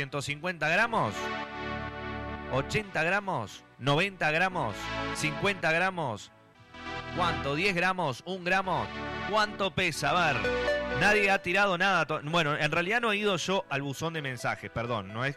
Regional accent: Uruguay; bienvenida Karina, también somos de Uruguay.

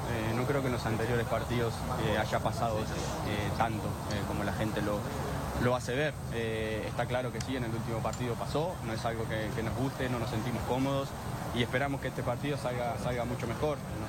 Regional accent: Argentina; todos somos súper argentinos, amamos nuestro país, amamos nuestra selección

